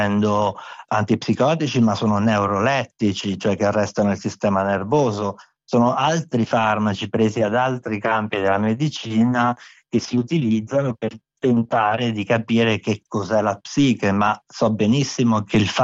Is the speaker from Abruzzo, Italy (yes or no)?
yes; Abruzzo, Italy; first language Abruzzese dialect; Italian is a second language; moved away as an adult; also born or lived in Milan; io vengo da una famiglia di contadini abruzzesi, fino a 20 anni non parlavo italiano, ma solo dialetto abruzzese, quindi per me l'italiano è davvero un'altra lingua.